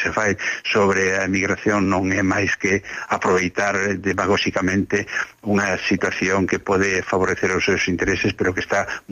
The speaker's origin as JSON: {"language": "Spanish", "region": "Galicia", "country": "Spain", "said": "en el caso de Galega, que fuimos una comunidad eminentemente migrante hasta ahora"}